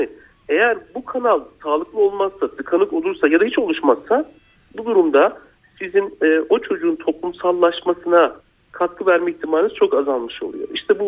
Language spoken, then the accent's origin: Turkish; Çukurova, Turkey; ben Çukurova tarafında işte oralıyım